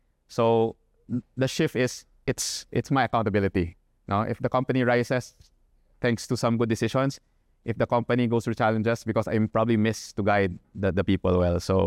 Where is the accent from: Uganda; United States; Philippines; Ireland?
Philippines; I take pride on being Filipino.